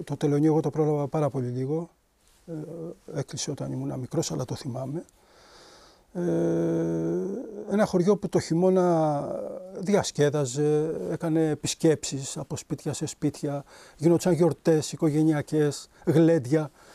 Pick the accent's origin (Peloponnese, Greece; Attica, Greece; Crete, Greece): Peloponnese, Greece; Kotronas; Εγώ είμαι από εδώ, γεννήθηκα στον Κότρονα.